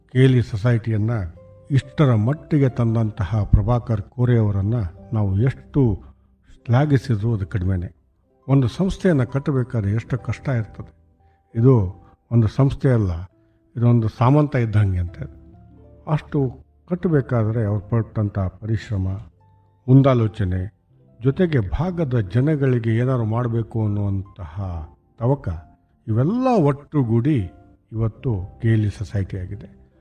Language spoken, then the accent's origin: Kannada; Dharwad, Karnataka, India; Radio ನನ್ನ ಬಾಲ್ಯ ಜೀವನದ ಅವಿಭಾಜ್ಯ ಅಂಗ. ನಾನು ಧಾರವಾಡದಲ್ಲಿದ್ದೆ.